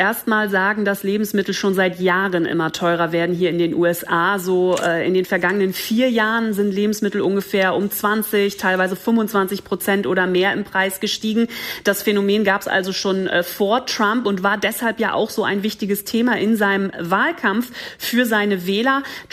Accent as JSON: {"language": "German", "country": "Germany", "lives_now": "New York, United States", "said": "Ja, ich muss auch sagen, für mich als Deutsche fällt da natürlich jedes Lidl- und Aldi-Schild sofort ins Auge."}